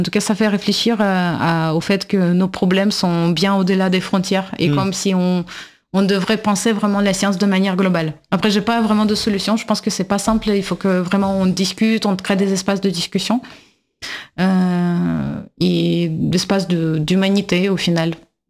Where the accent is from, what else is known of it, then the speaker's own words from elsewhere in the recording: Russia; French is a second language; Et en tant que russe, je pense que oui, il y a aussi la question d'essayer de redéfinir ce que c'est bon, les sciences russes ou les mathématiques russes